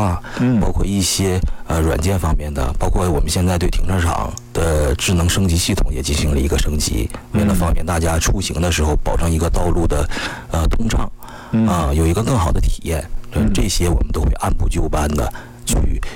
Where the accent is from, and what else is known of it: Yingkou, Liaoning, China; born or raised there